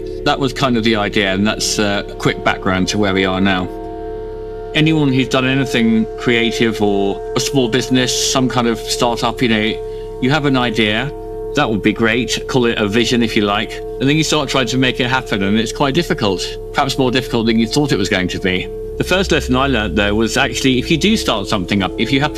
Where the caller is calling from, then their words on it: London, United Kingdom; I am calling from West London, from the office of the Idler magazine.